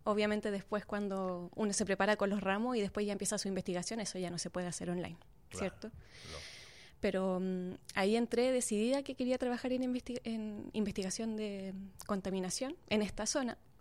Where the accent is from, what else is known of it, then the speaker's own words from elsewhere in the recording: Viña del Mar, Valparaíso, Chile; born there; Yo también nací en Viña del Mar.